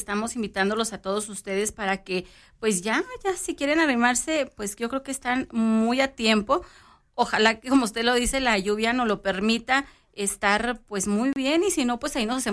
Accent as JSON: {"language": "Spanish", "country": "Mexico", "said": "somos bien mexicanos"}